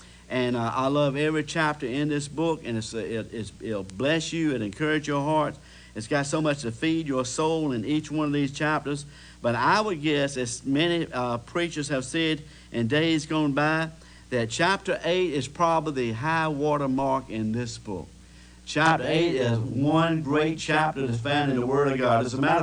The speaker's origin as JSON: {"language": "English", "town": "Henderson", "country": "United States", "said": "I said, I'm from Henderson, and I said, if it's possible, I would sure like to come by your home and visit with you for a while."}